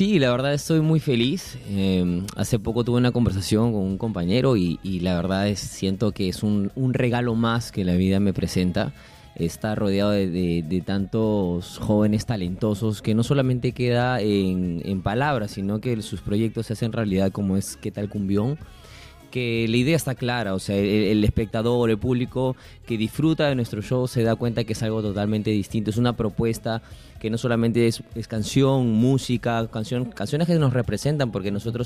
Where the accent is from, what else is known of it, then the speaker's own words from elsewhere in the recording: Chiclayo, Lambayeque, Peru; Yo vengo de Chiclayo, vengo del norte, una provincia donde te levantas con cumbia, claro, y te acuestas con cumbia, escuchando cumbia.